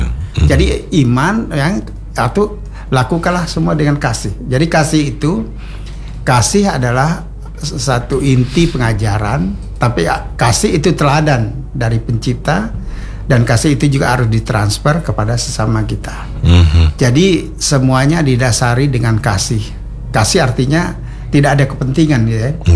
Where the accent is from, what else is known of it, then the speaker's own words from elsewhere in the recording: Sintang, West Kalimantan, Indonesia; kita orang Melayu, orang Dayak gitu kan. Kita bilang, kalau di kami Sintang itu Bang, dulu gitu kan, saya juga dari keluarga, di tengah keluarga ada yang Melayu, ada atau bilang agama Islam, tapi dia Melayu dia.